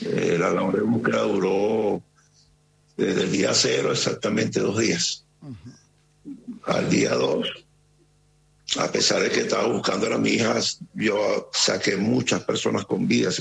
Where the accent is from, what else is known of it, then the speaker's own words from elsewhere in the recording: Caracas, Capital District, Venezuela; yo no soy del estado de La Guaira, soy de la ciudad capital de Caracas